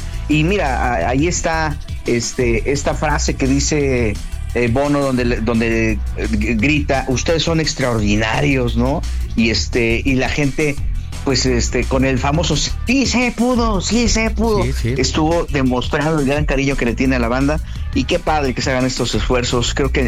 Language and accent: Spanish; Mexico; el reconocimiento que tiene nuestra sociedad, que tenemos como mexicanos, y evidentemente de la grandeza que hay en nuestro país